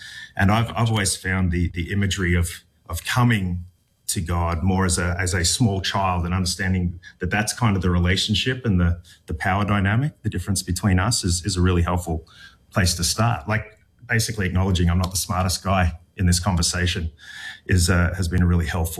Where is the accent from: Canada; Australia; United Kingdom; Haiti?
Australia; now in United States; as an Australian who lives in the States